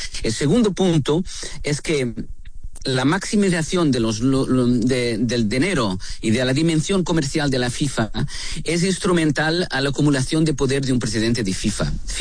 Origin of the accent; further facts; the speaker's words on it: Portugal; Spanish is a second language; yo soy europeo, soy portugués